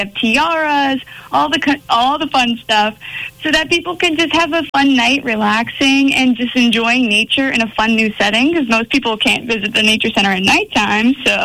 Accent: Pennsylvania, United States; moved away as an adult; also born or lived in Delaware Valley University; now in Wisconsin, United States; I'm very, very thankful to be here in Wisconsin now. You're correct. I am East Coast. I'm originally from Pennsylvania, born and raised there. Mm-hmm. I am originally from McKinney, Pennsylvania, which is about an hour and 30 minutes north of Philadelphia.

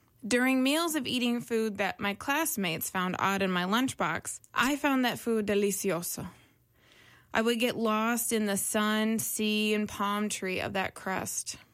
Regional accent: United States; As someone who's never been able to visit my mother's homeland, I seek and often crave parts of my culture to feel closer to it. I'm American and I am Cuban, and sometimes Cuba feels more than 90 miles from the tip of Florida.

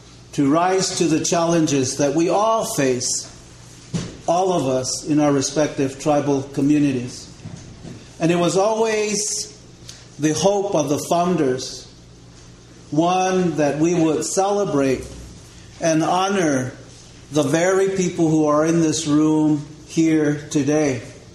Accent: Cochiti Pueblo, New Mexico, United States; first language Cochiti (Keresan); English is a second language; my native language of Cochiti

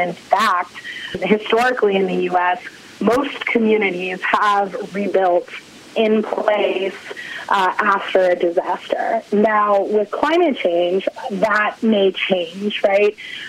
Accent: Maine, United States; born or raised there

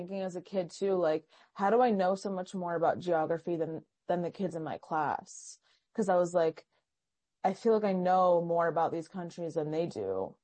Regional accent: Tennessee, United States; because I grew up in Tennessee, and I just started to realize that like my country wasn't really being talked about anywhere.

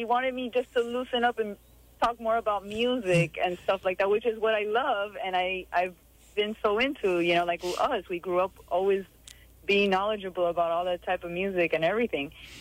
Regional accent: Miami, Florida, United States; I grew up in the 80s. I'm from Miami.

